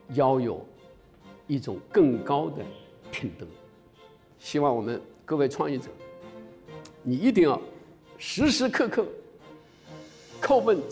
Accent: Hunan, China; 因为我是湖南人

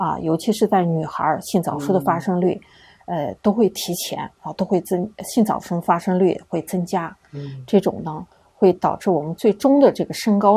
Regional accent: Xinjiang, China

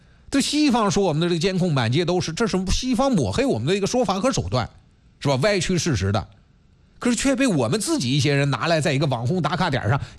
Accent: China

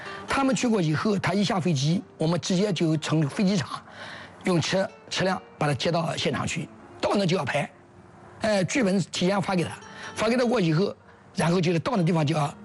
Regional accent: Guangdong, China; 我们是广东的，这是广东的这个原长故事。

